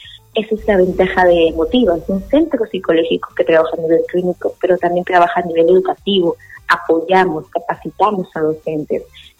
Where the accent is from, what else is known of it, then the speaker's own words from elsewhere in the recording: Lima, Peru; Yo vengo de una familia de Lima